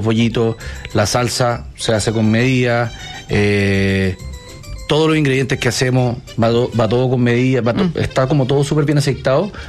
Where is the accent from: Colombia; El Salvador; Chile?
Chile; born there; Nací en Chile, sí.